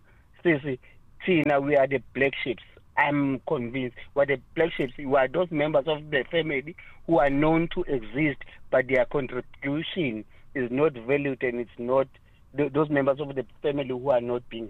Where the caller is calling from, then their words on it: KwaZulu-Natal, South Africa; I'm from Gwanongoma.